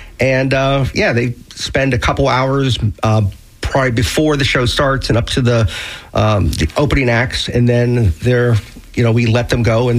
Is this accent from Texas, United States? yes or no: no; Miami, Florida, United States; moved away as an adult; So I grew up in Miami. Like a typical 18-year-old moved out of Miami when I was 18 and went to college.